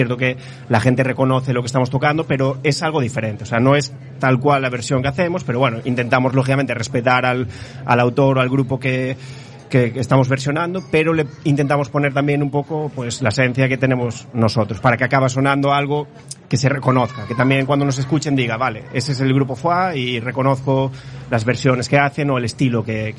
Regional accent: A Coruña, Galicia, Spain; algunos de los integrantes del grupo somos de Monte Alto.

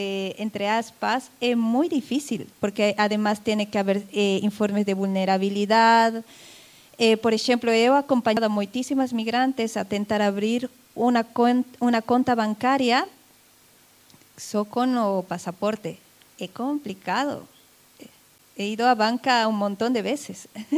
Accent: Bolivia; now in Spain; yo como boliviana

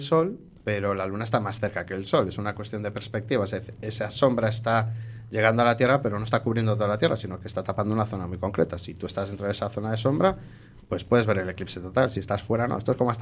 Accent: A Coruña, Galicia, Spain; soy coruñés

